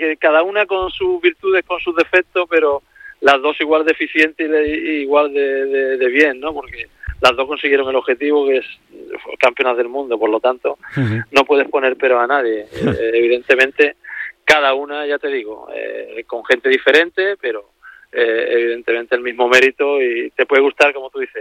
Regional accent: Jerez, Andalusia, Spain; Yo estoy muy contento aquí en mi tierra, estoy muy contento en Jerez, se vive muy bien, muy tranquilo, y la verdad que es una buena tierra.

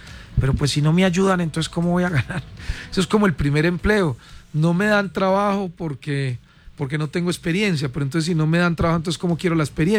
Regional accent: Riosucio, Caldas, Colombia; yo represento como caldense, como riosuseño, porque además yo ni siquiera soy de Manizales, soy de un pueblo, soy de la provincia.

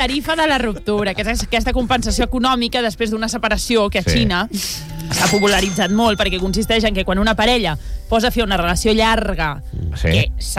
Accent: Catalonia, Spain; jo soc molt catalana.

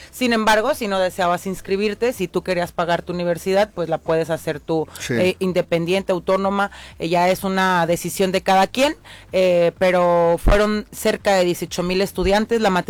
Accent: Tecomán, Colima, Mexico; now in Colima, Mexico; yo soy de Tecomán, ya adoptada aquí en la ciudad de Colima.

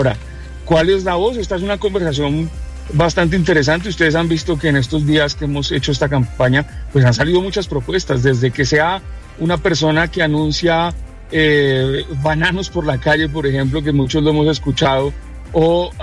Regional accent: Bogotá, Bogotá Capital District, Colombia; born there; Bogotá es un centro donde nos encontramos quienes nacimos acá, pero también quienes han llegado acá y han decidido hacer su proyecto de vida acá.

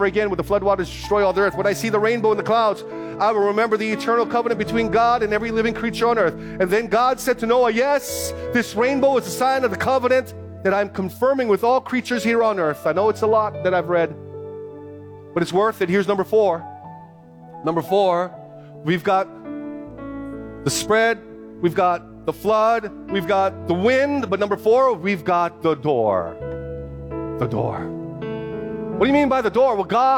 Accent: Philippines; I cannot have the blood. I'm Filipino. I can do that.

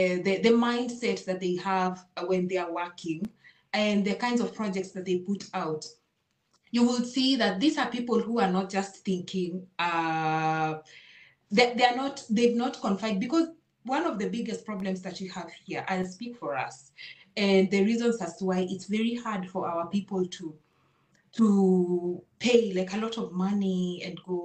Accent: Kenya

